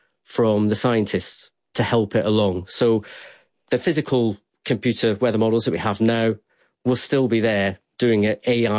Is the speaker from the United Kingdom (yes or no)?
yes; Scotland, United Kingdom; born or raised there